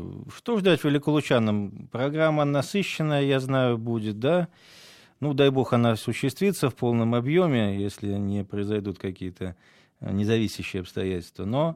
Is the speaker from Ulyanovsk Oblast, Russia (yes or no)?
no; Velikiye Luki, Pskov Oblast, Russia; наш город между Санкт-Петербургом, Москвой, Ригой и Минском.